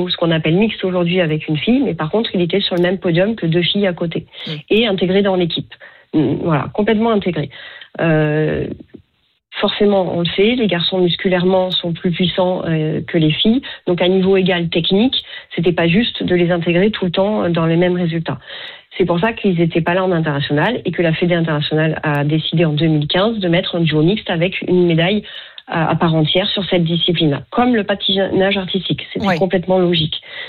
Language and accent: French; France; chez nous, en France